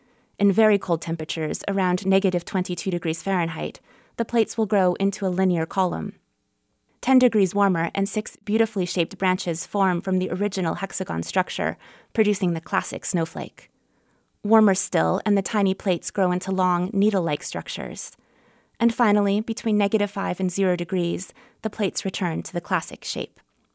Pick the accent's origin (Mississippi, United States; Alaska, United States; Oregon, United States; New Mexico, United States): Oregon, United States; Hillsboro; now in Montana, United States; I am from Hillsboro, Oregon, where the snow falls in wet, indistinguishable clumps. When I moved to Montana